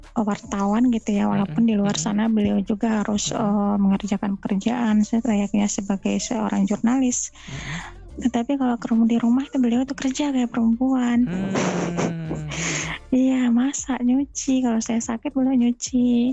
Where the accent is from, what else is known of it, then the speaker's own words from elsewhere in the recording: Sulawesi, Indonesia; Walaupun saya orang Sulawesi, tapi ya menikah sama orang Maluku